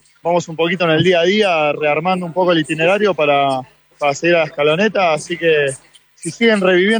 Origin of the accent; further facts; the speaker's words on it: Buenos Aires, Argentina; Soy de Buenos Aires. Nos vinimos con dos amigos acá.